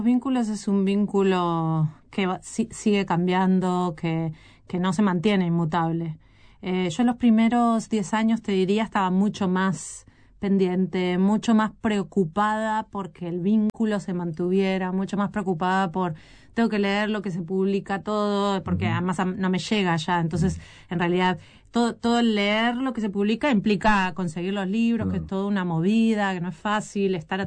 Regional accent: Uruguay; moved away as an adult; O sea, yo soy uruguaya, yo viví en Uruguay hasta los 28 años ininterrumpidamente.

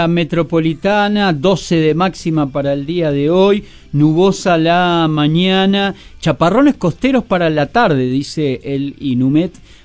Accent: Uruguay; Me asumo como uruguayo feo y gris, ¿eh?

